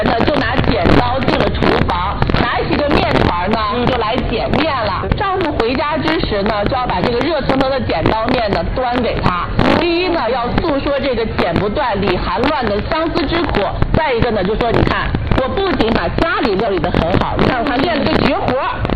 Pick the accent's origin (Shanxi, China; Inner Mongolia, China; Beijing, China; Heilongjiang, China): Shanxi, China; 在我们山西人要外出的时候，比如说走西口啦，比如说那个大槐树的迁移了